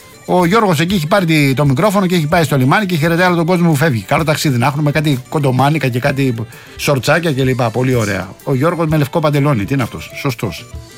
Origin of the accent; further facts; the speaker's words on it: Rafina, Attica, Greece; στην πατρίδα μου στη Ραφίνα